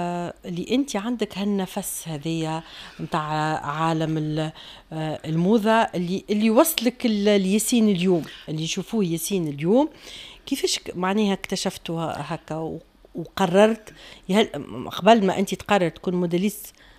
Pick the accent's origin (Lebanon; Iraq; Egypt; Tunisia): Tunisia; Nabeul Governorate; ما اني انا زاد ننتمي للوطن القبلي،